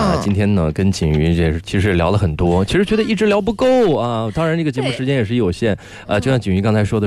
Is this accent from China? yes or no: yes; China